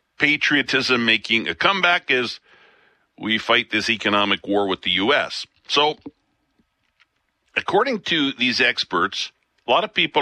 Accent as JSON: {"language": "English", "town": "Picture Butte", "region": "Alberta", "country": "Canada", "tie": "born or raised there", "said": "I grew up in Picture Butte, Alberta. A lot of sugar beets around there. Had a sugar beet factory back in the day."}